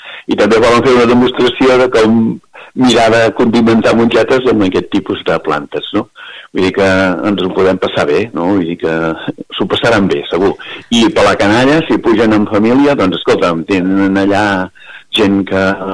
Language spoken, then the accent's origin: Catalan; Castellfollit del Boix, Catalonia, Spain; som del Bages